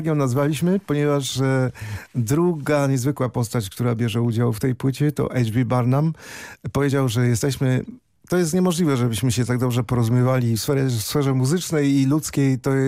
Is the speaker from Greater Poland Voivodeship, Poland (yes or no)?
yes; Kalisz, Greater Poland Voivodeship, Poland; do mojego ogrodu pod rodzinnym Kaliszem